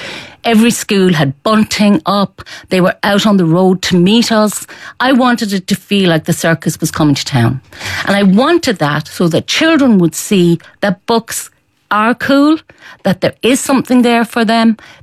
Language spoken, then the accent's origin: English; Galway, Connacht, Ireland; And I think it comes from growing up in Galway, where we had a lot of street theatre with mockness and stuff.